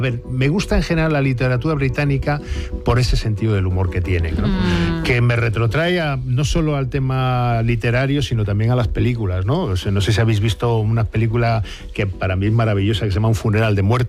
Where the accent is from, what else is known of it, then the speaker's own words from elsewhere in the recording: Spain; Y entonces yo, hablar de la muerte con una mueca de sonrisa mientras lo lees, es harto complicado como español.